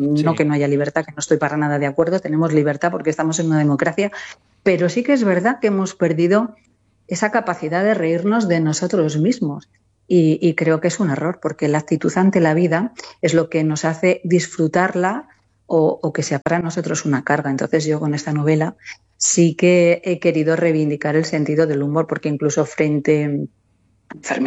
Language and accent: Spanish; Soria, Castile and León, Spain; pero hoy me ha tocado Soria, que es mi tierra, mi casa.